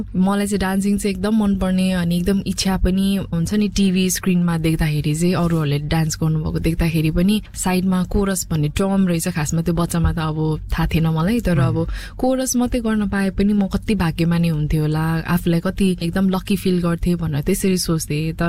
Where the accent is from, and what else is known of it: Koshi Province, Nepal; now in Brunei